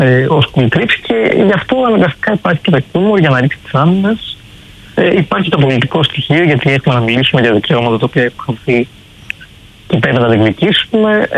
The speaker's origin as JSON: {"language": "Greek", "town": "Komotini", "region": "Eastern Macedonia and Thrace", "country": "Greece", "said": "εγώ είμαι από την Κομωτινή."}